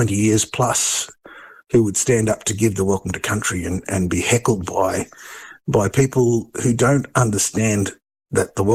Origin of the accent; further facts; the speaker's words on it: Australia; as Australians